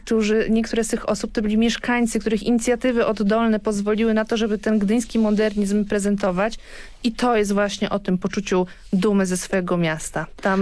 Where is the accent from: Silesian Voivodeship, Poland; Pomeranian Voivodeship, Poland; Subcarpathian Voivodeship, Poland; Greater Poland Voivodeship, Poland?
Pomeranian Voivodeship, Poland; Gdynia; jak mówiłam, że jestem z Gdyni